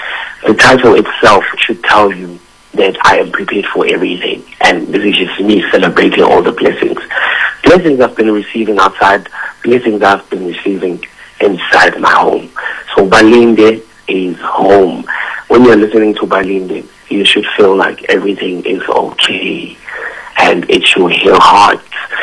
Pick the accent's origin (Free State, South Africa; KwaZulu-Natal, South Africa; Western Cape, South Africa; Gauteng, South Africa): Gauteng, South Africa; Daveyton; I'm from Davidson, grew up in Davidson.